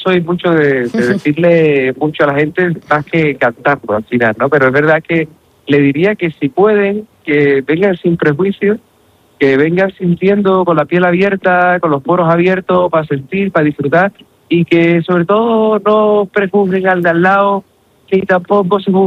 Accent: Puerto Real, Andalusia, Spain; yo soy de Puerto Real

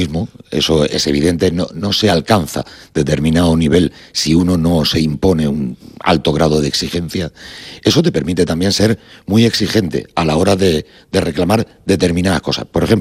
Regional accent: Lorca, Region of Murcia, Spain; y si somos lorquinos ya ni te digo.

